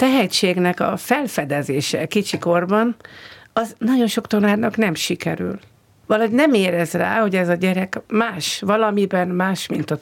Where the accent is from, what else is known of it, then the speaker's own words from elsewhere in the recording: Tatabánya, Komárom-Esztergom, Hungary; also born or lived in Győr; Tatabányára visszamegyek tanítani, ahonnan jöttem.